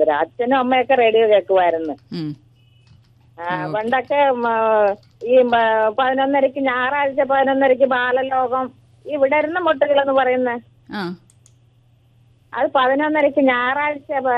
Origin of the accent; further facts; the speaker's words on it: Punalur, Kerala, India; moved away as an adult; ജനിച്ചു വളർന്നതൊക്കെ പൊന്നലൂര്.